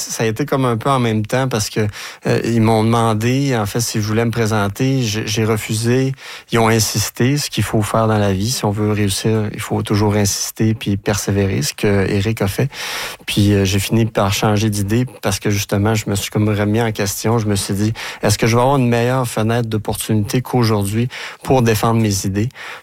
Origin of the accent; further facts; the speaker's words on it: Quebec, Canada; moved away; Je viens de la Gaspésie.